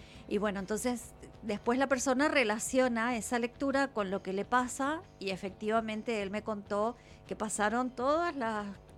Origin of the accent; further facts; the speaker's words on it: Argentina; now in Paraguay; Nací en Argentina.